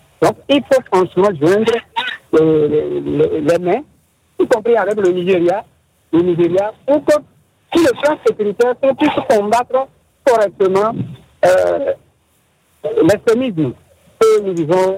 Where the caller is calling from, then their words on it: Kandi, Alibori, Benin; je suis à Kandy.